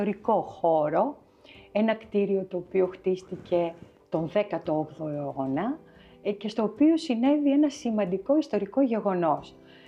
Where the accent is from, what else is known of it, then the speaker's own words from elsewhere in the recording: Iliokastro, Peloponnese, Greece; also born or lived in Ermioni; Όχι, εγώ δεν γεννήθηκα στην Ερμιόνη. Το χωριό μου είναι το Ηλιόκαστρο, είναι 7 χιλιόμετρα μακριά από την Ερμιόνη.